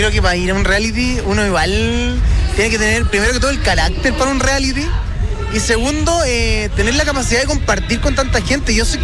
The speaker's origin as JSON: {"language": "Spanish", "town": "Curicó", "region": "Maule", "country": "Chile", "said": "Por ejemplo, con Entre Mares yo soy cuequero de chico. O sea, vengo de Curicó, soy una cuequera de vino."}